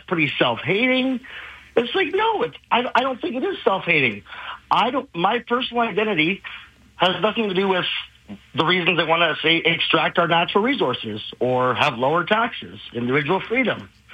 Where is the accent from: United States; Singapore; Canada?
Canada; That's really the pretext of my writing and how I feel as a gay man growing up in Canada.